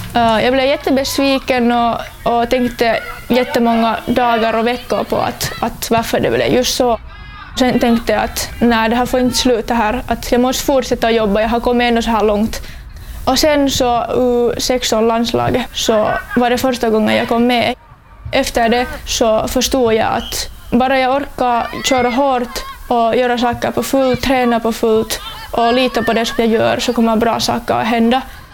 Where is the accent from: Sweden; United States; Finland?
Finland; Det är ett jätteintressant land och jag känner mig nu att jag är en kines fast jag har bott och levt här i Finland hela mitt liv.